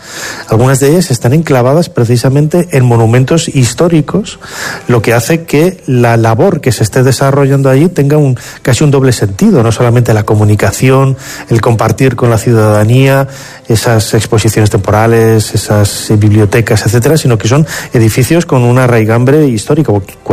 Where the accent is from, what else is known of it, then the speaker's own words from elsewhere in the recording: León, Castile and León, Spain; born there; also born or lived in Valladolid; yo nací en León, viví en Valladolid